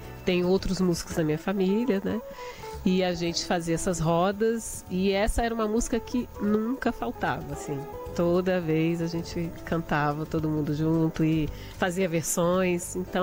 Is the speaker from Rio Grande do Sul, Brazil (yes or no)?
no; Brasília, Federal District, Brazil; eu sou nascida em Brasília, mas filha de cariocas